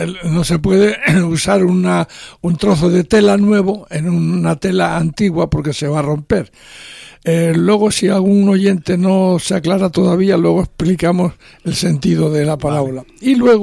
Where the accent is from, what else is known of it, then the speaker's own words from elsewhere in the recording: La Rioja, Spain; Yo nací en La Rioja, ese sitio de España donde se produce tanto vino.